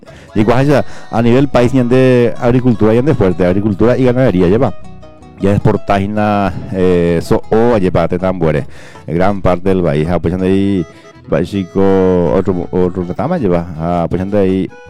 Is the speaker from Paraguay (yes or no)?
yes; Paraguay; como buen paraguayo que somos